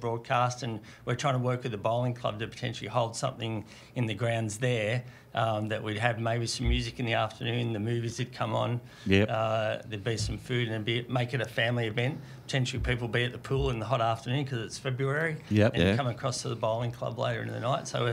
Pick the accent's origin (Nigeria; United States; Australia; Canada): Australia; Bendigo, Victoria; I grew up in Golden Square, went to school at Maple Street for 1 year, and because I lived on the other side of the highway, I got transferred to Laurel Street